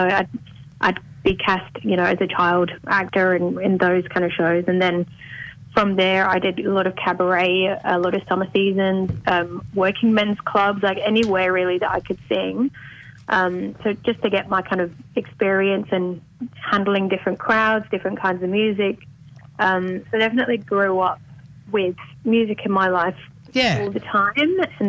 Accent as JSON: {"language": "English", "region": "Wales", "country": "United Kingdom", "lives_now": "Australia", "said": "I am an Australian citizen now, and I am, you know, I do consider myself Aussie, but definitely a Welsh Aussie for sure."}